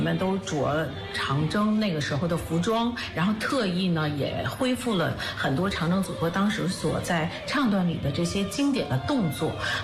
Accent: China; 我们中国人

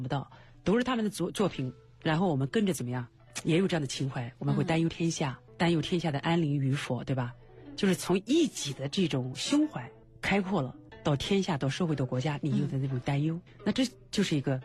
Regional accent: China; 我们作为中国人，

